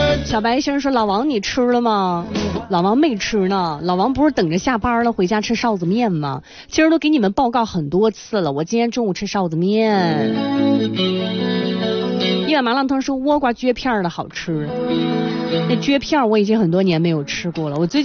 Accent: Shanxi, China; 按照我们山西人的这个生活习惯来说，一会儿我得睡一个午觉。

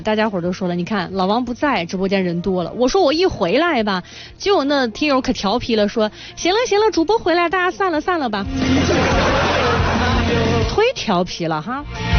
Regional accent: Yanhu District, Shanxi, China; accent: Yanhu District dialect; 咱们盐湖区的方言刺么

